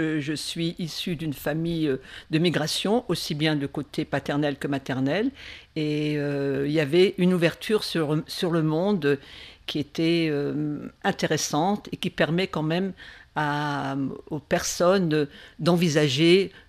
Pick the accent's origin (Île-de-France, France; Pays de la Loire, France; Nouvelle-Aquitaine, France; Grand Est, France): Grand Est, France; born there; Parce que personnellement, je suis née en Alsace, mais toute petite, j'ai entendu parler de la Tunisie, parce qu'une partie de ma famille y a vécu.